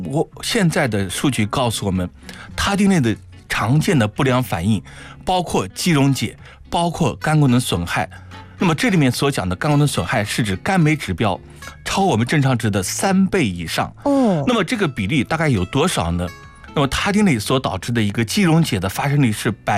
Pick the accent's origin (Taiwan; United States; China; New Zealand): China; 我们东方人或者说我们中国人